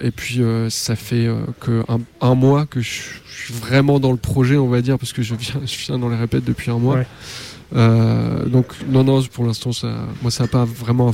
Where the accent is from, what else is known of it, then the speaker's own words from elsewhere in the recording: Abbeville, Hauts-de-France, France; moved away as an adult; quand je suis arrivé à Amiens en tant qu'étudiant, parce que je viens d'Abbeville.